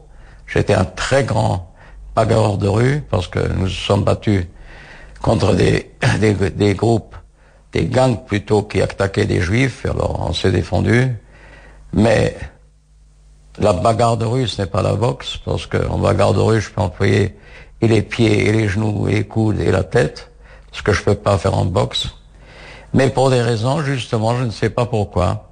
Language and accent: French; Strasbourg, Grand Est, France; born there; je viens de France et j'avais pas été dans un cheder. Mais je parlais quand même un peu, parce que d'abord je suis né à Strasbourg, et je parlais déjà un peu d'allemand, et l'alsacien, c'est pas exactement le yiddish, mais j'avais déjà des notions du yiddish.